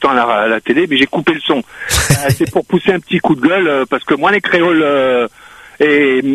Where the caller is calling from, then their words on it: Réunion; moi je suis réunionnais